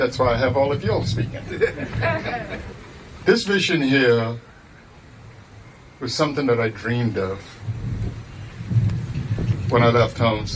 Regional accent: Cockburn Town, Grand Turk, Turks & Caicos Islands; moved away as an adult; Growing up in Grand Turk

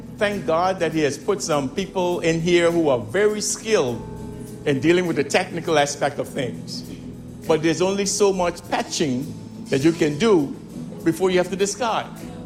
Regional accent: Providenciales, Turks & Caicos Islands; as a little boy growing up in Wheeling and Blue Hills

